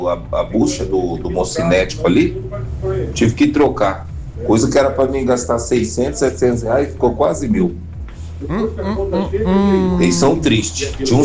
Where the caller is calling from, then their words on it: Arapongas, Paraná, Brazil; sou de Arapongas.